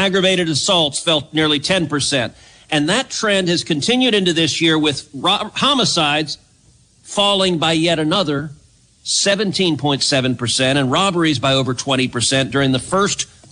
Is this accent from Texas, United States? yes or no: yes; Texas, United States; And across my home state of Texas